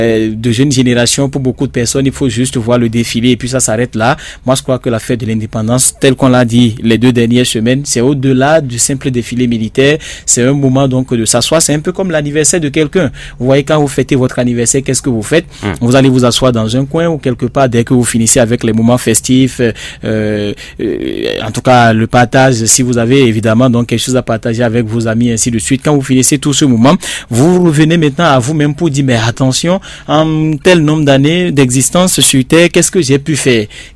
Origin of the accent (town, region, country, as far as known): Benin